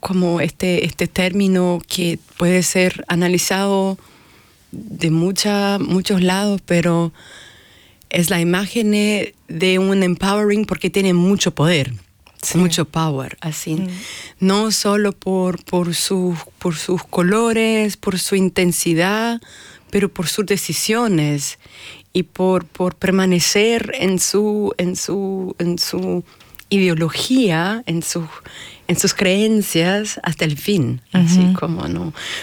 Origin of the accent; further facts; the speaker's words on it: Brazil; Spanish is a second language; now in Hamburg, Germany; yo soy brasileña, vivo acá en Hamburgo.